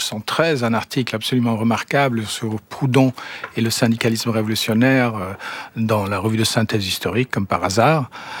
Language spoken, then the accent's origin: French; Germany; En tant qu'Allemand, je voulais d'abord travailler en plus, non pas sur les nazis